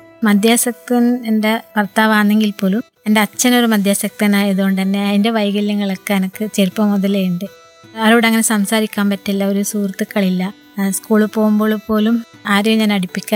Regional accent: Karnataka, India; now in Kerala, India; ഞാൻ ജനിച്ചു വളർന്നത് കർണാടകയിലാണ്.

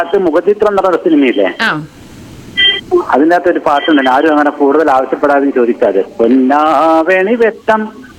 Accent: Thilanur, Kerala, India; moved away; എന്റെ തിലാനൂരുള്ള നാട്ടുകാർക്കും

